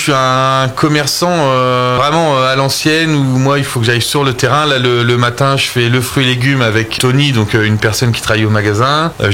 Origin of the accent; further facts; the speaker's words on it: Reims, Grand Est, France; Je suis natif de Reims.